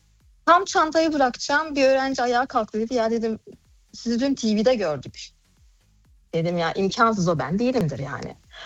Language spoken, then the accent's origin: Turkish; Germany; Evet, Almanya'da doğdum. Almanya'da büyüdüm.